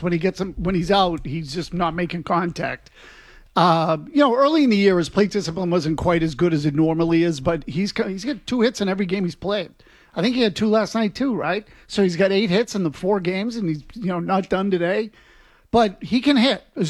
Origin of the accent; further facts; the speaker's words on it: Boston, Massachusetts, United States; accent: Boston; That was my Boston accent slipping out.